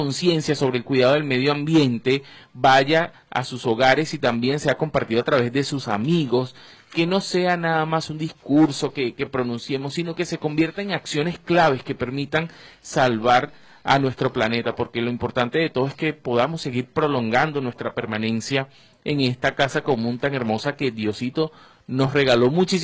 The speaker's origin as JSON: {"language": "Spanish", "town": "Caracas", "region": "Capital District", "country": "Venezuela", "said": "Yo también soy de la parroquia Sucre, profesora. Yo soy de Katia también, muy cercano a Casalta, por cierto."}